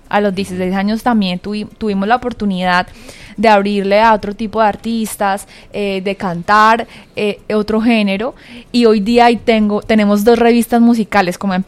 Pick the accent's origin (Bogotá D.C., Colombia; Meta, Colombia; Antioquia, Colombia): Meta, Colombia; Villavicencio; now in Bogotá, Colombia; Y siempre que uno va, ¿de dónde eres? De Villavicencio.